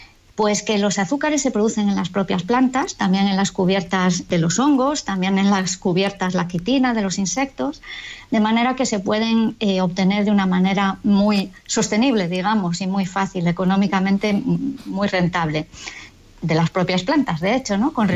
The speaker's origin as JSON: {"language": "Spanish", "region": "Galicia", "country": "Spain", "moved": "yes", "said": "yo soy gallega y cuando me vine a Galicia, a la misión biológica"}